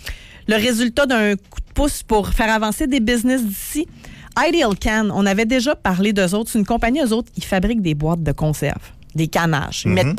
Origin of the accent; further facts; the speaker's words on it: Saguenay, Quebec, Canada; On vient du Saguenay, là.